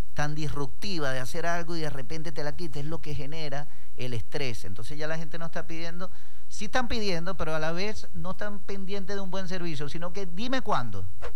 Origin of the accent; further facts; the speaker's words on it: Venezuela; Vea cómo somos el venezolano de conformista y también de llevarla bien con todo el mundo.